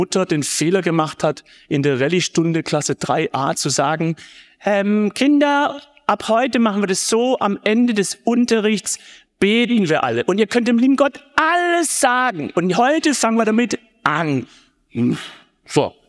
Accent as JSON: {"language": "German", "town": "Gaildorf", "region": "Baden-Württemberg", "country": "Germany", "tie": "born or raised there", "said": "die war berühmt in Geildorf, wo ich aufgewachsen bin"}